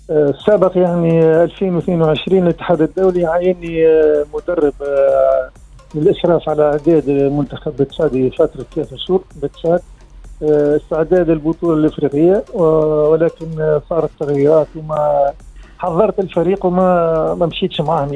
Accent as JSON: {"language": "Arabic", "country": "Tunisia"}